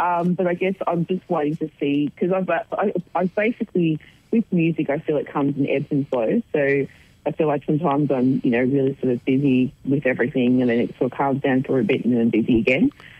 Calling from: Melbourne, Victoria, Australia; Melbourne.

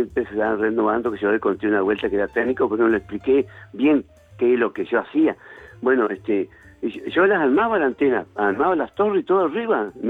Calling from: Victoria, Argentina; el Victoriense.

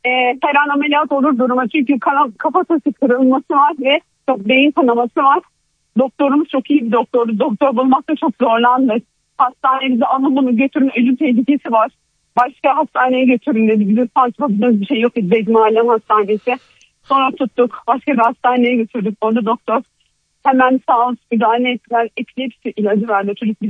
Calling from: Istanbul, Turkey; Kartal'dan arıyorum.

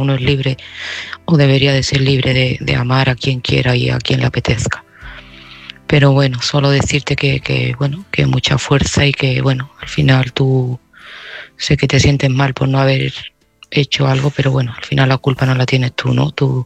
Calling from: Seville, Andalusia, Spain; de Sevilla y este mensaje va para Pedro.

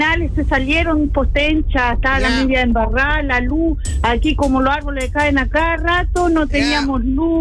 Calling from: Yerbas Buenas, Maule, Chile; Yo te estoy llamando de Santa Elena, de un barrio que se llama Santa Elena, pero este aquí es la comuna de Yerbabuena. Yeah. Limitamos con Colbún, Pan y Mávida, pero esto es campo

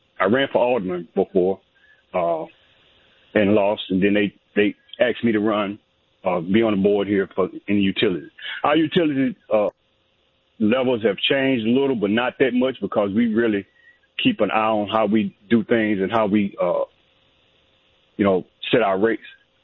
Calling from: Louisville, Mississippi, United States; I'm a barber here in Louisville, Mississippi

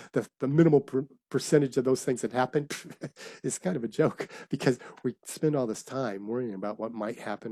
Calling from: Niagara Falls, Ontario, Canada; I'm sitting in Ontario, Niagara Falls, Canada, doing this show because it means so much to me.

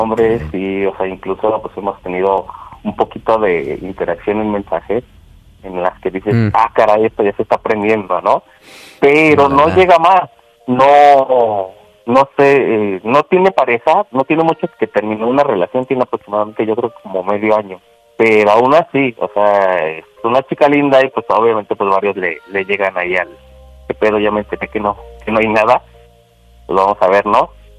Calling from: Ecatepec, State of Mexico, Mexico; Tengo 28 y soy de Ecatepec.

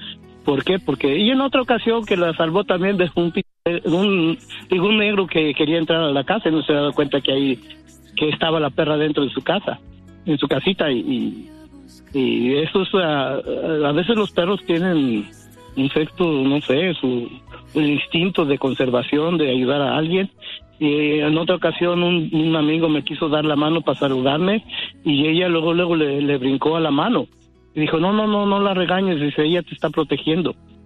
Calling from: Stanton, California, United States

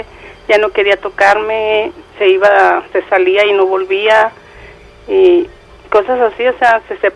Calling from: Zapopan, Jalisco, Mexico; De Zapopan.

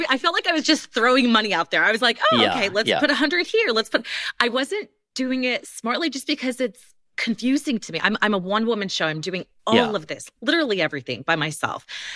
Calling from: Houston, Texas, United States

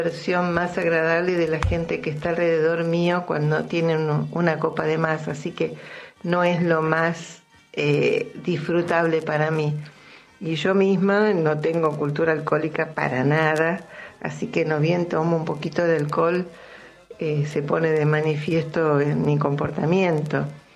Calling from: Buenos Aires, Argentina; Te dejo un cariño grande … de Devoto.

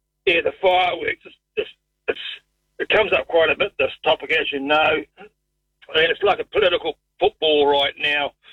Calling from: New Zealand; No, we have dry seasons here too in the winter, in the summer, sorry, as well.

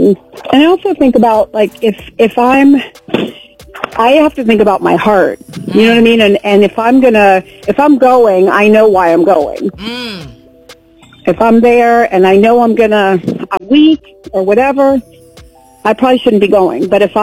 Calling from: Columbus, Ohio, United States; I'm calling from Columbus, Ohio.

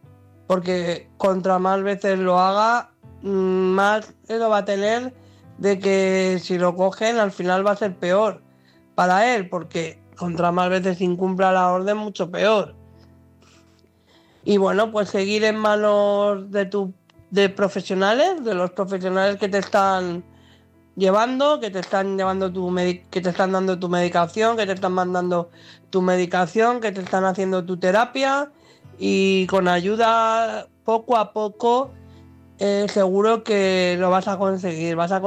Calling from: Madrid, Community of Madrid, Spain; de Madrid.

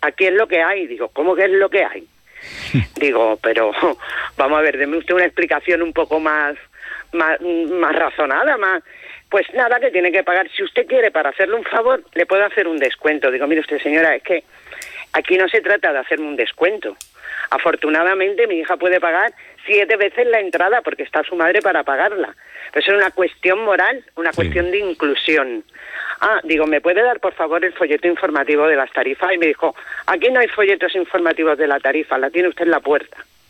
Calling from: Málaga, Andalusia, Spain; somos de Málaga y lo que nos hemos trasladado es aquí a La Rioja por una parte por motivos de trabajo

